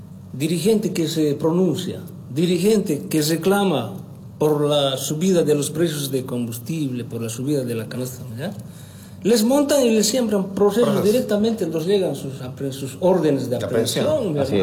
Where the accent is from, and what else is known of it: Bolivia